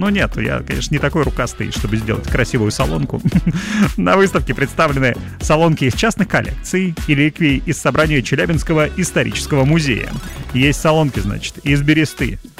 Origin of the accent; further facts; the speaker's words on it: Urals, Russia